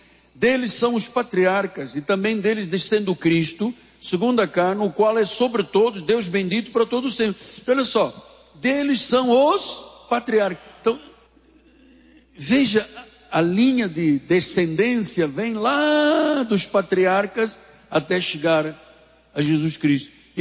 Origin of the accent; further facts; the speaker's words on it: Angola; Bué quer dizer muito na minha língua, da minha terra. Angola, Quimbundo, bué, quer dizer muito